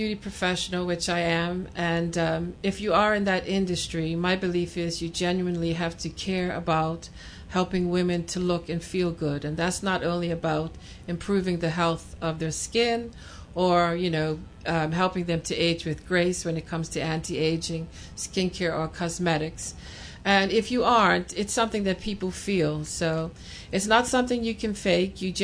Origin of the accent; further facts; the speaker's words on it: St. David's, St. George's, Bermuda; So my family is from St. David's. So I grew up around my grandparents, my aunts, uncles. It is still a close-knit community